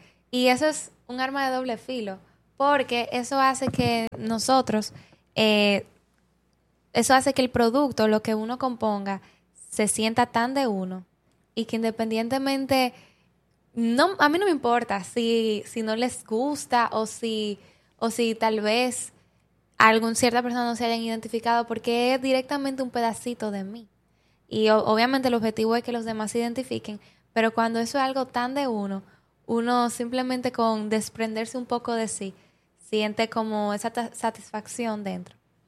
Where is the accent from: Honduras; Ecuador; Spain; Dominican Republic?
Dominican Republic; lo que somos nosotros como dominicanos